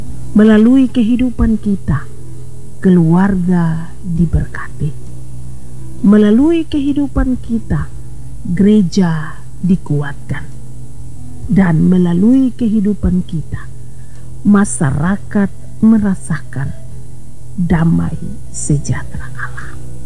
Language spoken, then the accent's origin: Indonesian; Alor, East Nusa Tenggara, Indonesia; kami orang Alor